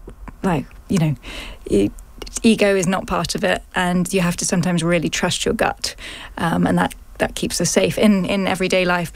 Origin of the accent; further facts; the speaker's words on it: Suffolk, East of England, United Kingdom; I grew up in Suffolk, which doesn't exactly have mountains, but it has a lot of countryside